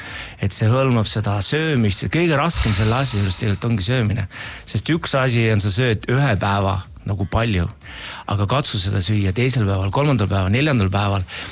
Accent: Kilingi-Nõmme, Pärnu County, Estonia; moved away; also born or lived in London; mina sündisin Kiling Nõmmes. Tihemetsa meil hästi lähedal

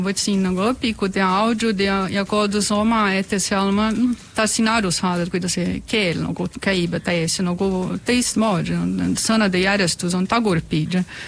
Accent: São Paulo, Brazil; Estonian is a second language; now in Estonia; No mina olen maalt ka, et ma olen São Paulo pärit, aga ma olen sundunud maal, mitte päris São Paulo see suures liines.

